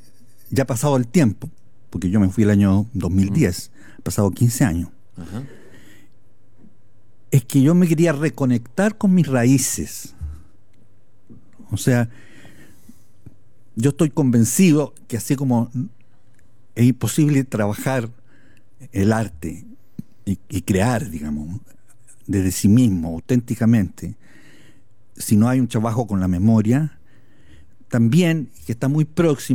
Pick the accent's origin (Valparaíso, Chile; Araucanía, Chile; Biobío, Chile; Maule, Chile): Maule, Chile; moved away as an adult; also born or lived in Santiago, Chile; siempre me tiró el Maule, siempre me atrajo. Mientras estuve en Santiago, que estuve 20 años, siempre yo volvía, retornaba, iba cada 15 días, iba cada semana, digamos. Pasaba mis vacaciones allá.